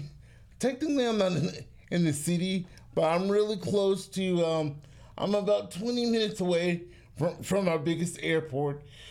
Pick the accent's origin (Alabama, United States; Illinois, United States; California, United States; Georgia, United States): Georgia, United States; Atlanta; I'm from Atlanta.